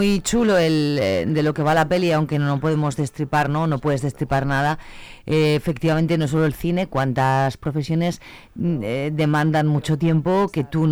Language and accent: Spanish; Spain; nosotros somos españoles